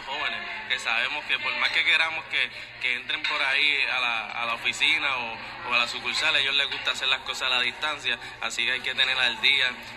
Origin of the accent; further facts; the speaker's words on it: Naguabo, Puerto Rico; moved away as an adult; now in Caguas, Puerto Rico; aunque actualmente vivo en Cagua, soy joven de Nahuabo, estudié toda mi vida en el barrio de Aguao, en el pueblo de Nahuabo, la Escuela Superior